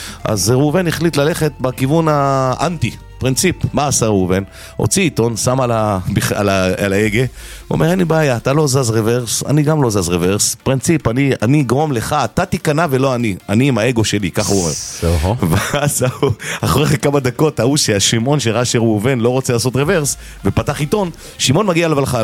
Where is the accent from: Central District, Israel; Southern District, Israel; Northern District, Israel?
Central District, Israel; Elad; גדלתי בשנים בעיר הנפלאה הזאת, אלעד, עיר התורה והחסידות